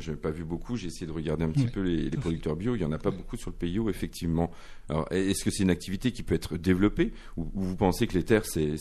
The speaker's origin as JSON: {"language": "French", "town": "Nancy", "region": "Grand Est", "country": "France", "said": "Moi, je viens de Nancy, de la ville, ça marchait très bien."}